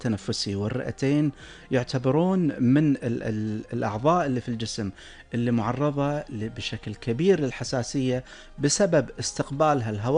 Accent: Kuwait; احنا عندنا في الكويت

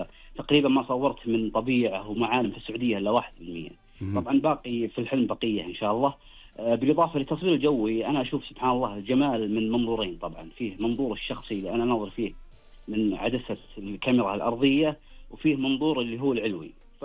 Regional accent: Shaqra, Riyadh Province, Saudi Arabia; خاصة في ديرتنا هنا في الوشم، خاصة في شقرة

